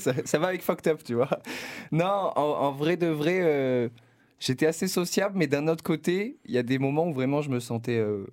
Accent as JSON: {"language": "French", "town": "La Seyne-sur-Mer", "region": "Provence-Alpes-Côte d'Azur", "country": "France", "tie": "born or raised there", "also_born_or_lived": "Sanary-sur-Mer / Toulon", "moved": "as an adult", "lives_now": "Paris, France", "said": "C'est un bon début, je pense. Je suis originaire du sud-est, du Var. Alors, pour préciser, je suis né à La Seyne-sur-Mer. Mais j'ai grandi entre Sanary, La Seyne et Toulon, voilà. Mmh. Et maintenant, j'habite Paris"}